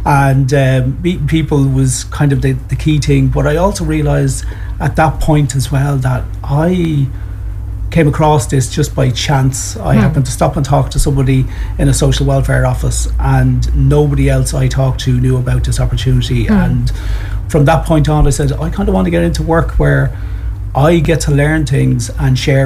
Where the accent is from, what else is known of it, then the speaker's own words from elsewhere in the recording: Dublin, Leinster, Ireland; accent: Dublin; moved away as an adult; now in Cork, Ireland; Yeah, and some people are still shocked because my Dublin accent is still so strong.